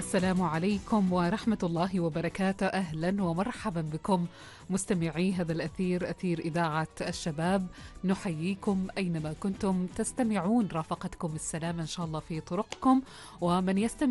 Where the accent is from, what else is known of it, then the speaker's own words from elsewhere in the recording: Oman; أنا كشابة عمانية